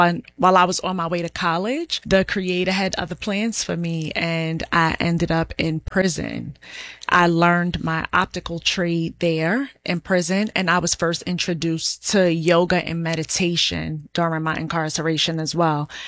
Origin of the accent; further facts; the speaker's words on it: New York City, New York, United States; I am originally from Brooklyn. I am one of nine children. I am the eighth child.